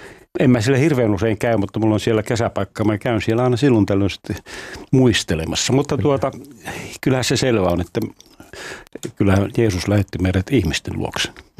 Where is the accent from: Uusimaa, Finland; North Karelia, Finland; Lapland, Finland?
Lapland, Finland; Rovaniemi; moved away; mä Rovaniemeltä kotoisin